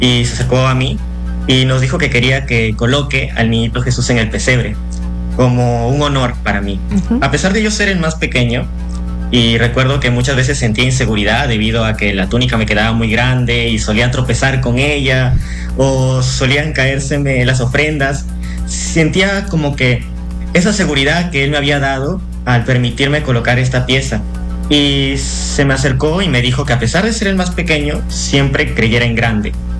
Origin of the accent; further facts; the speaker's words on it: Chiclayo, Lambayeque, Peru; los chiclayanos estamos muy felices de saber que el Papa León 14 va a regresar aquí a Chiclayo